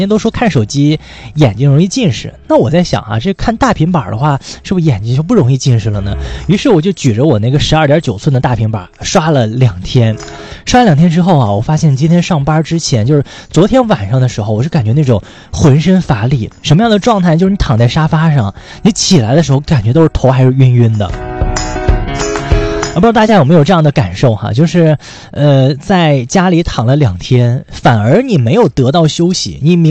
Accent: northern China, China; 作为北方人来说，好像学习粤语有一点点的难

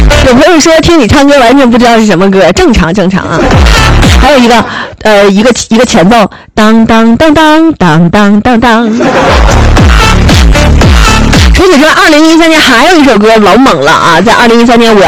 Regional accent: China

